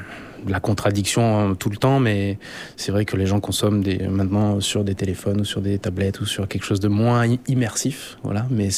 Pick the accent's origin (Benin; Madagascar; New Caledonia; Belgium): New Caledonia; en tant que calédonien